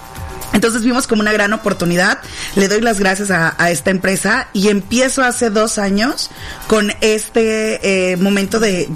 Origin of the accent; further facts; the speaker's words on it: Tapachula, Chiapas, Mexico; moved away; yo soy de Tapachula, Chiapas, yo soy chiapaneca, mi familia, mis amigos, mi origen está en Chiapas, y aunque yo ya no vivía en Chiapas